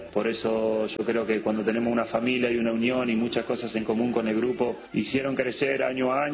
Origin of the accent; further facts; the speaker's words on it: Argentina; quiero que nos recuerden como cualquier argentino, que somos trabajadores, que nunca nos da por vencido.